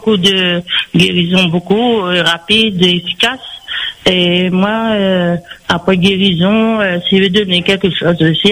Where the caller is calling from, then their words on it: East of Réunion, Réunion; Oui, seulement il habite à Saint-Louis, moi j'habite en l'Est.